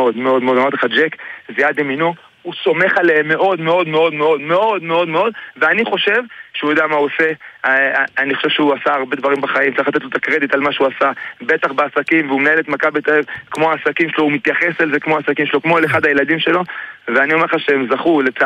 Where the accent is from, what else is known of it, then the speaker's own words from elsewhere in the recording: Jerusalem, Jerusalem District, Israel; קודם כל, אני ירושלמי, כמו שאמרתי לך, אני עכשיו בירושלים